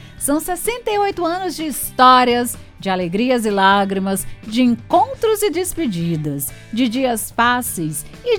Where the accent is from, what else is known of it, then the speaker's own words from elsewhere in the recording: Rurópolis, Pará, Brazil; Eu venho lá de Rurópolis, de coração na Amazônia